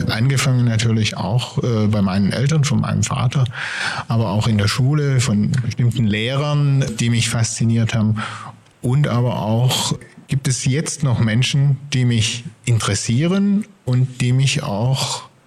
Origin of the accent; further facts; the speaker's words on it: Geislingen an der Steige, Baden-Württemberg, Germany; Ich bin nämlich in Geislingen aufgewachsen.